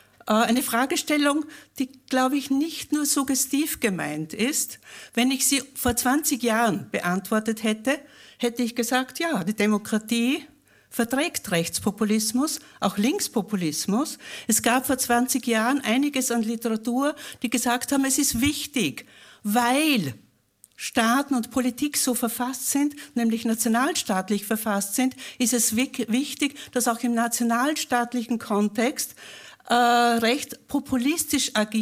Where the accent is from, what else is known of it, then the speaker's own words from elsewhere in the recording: Upper Austria, Austria; Ich bin Oberösterreicherin und freue mich immer wieder, nicht nur in Linz durchzufahren